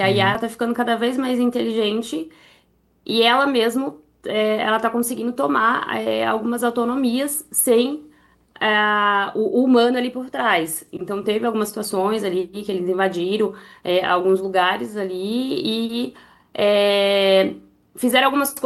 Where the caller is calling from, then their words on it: São Paulo, Brazil; São Paulo, Paulista.